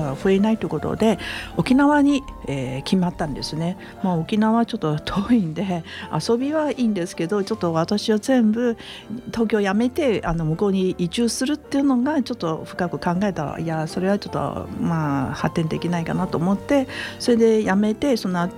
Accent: Taiwan; moved away as an adult; now in Japan; 台湾の出身なんですけど、大学卒業したら日本に参りました。もう早いんですね。47年も日本にいました。

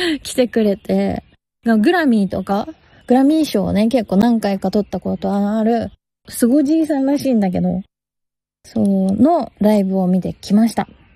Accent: Tochigi, Japan; now in Tokyo, Japan; 私はね、栃木から来たおのぼりさんっていうの、言い方古いかな、まあとりあえず東京憧れ人間で東京に来たので、

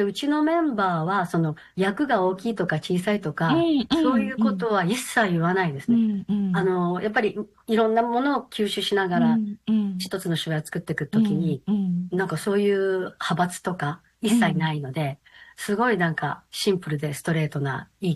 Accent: Kyoto, Japan; moved away as an adult; now in Tokyo, Japan; 私は京都なんですけど

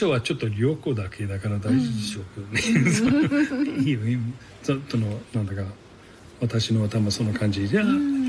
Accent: Australia; Japanese is a second language; moved away as an adult; now in Japan; オーストラリア。

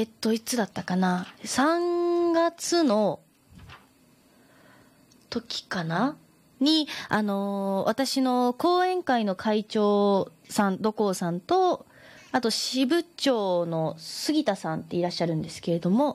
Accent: Miyazaki, Japan; accent: Miyazaki dialect; そういう喋り方をされると私もやっぱ宮崎弁にな

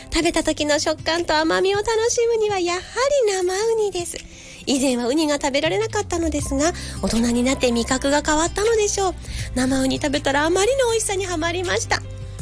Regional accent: Iwaki, Fukushima, Japan; 私たちいわき市民も

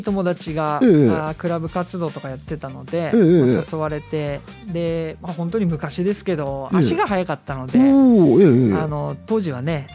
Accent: Kesennuma, Miyagi, Japan; also born or lived in Kanto; 小学校入ってからなので、約気仙沼に移ってから30年

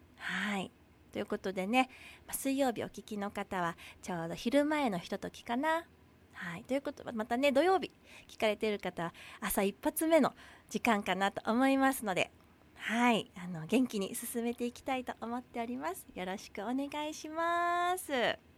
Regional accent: Hiroshima, Japan; now in Nago, Japan; 私の実家がねもう県外広島にあるんですけれども、

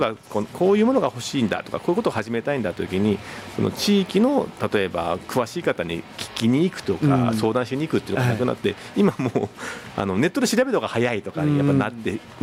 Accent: Sapporo, Hokkaido, Japan; moved away; 私はその実はもうそのもみじ台で生まれ育って、で両親はもうすでに亡くなってるので10年前に、なのでそのもみじ台の団地に今住んではいないんですけど

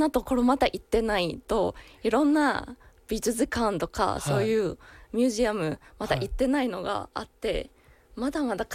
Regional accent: Taiwan; Japanese is a second language; 自分は台湾人だから、台湾人は絶対そういうオリンピックはやらないんです。

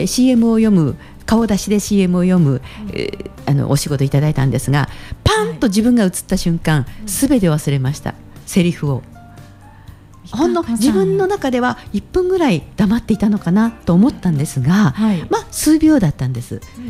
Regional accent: Fukui, Japan; accent: Fukui dialect; とてもあの私福井の出身なんですが、福井弁がちょっと出なくなったかなというそんな感じがしますね。

